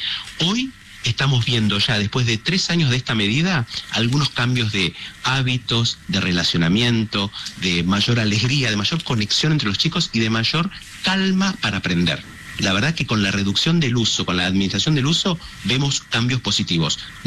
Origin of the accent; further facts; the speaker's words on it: Argentina; el que quiera porque somos argentinos, o porque conozca el colegio